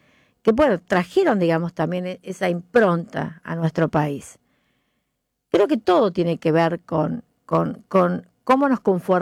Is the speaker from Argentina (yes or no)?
yes; Argentina; Empezamos a pensar en nación nosotros, que somos argentinos, ¿sí? Que no, tenemos diferentes orígenes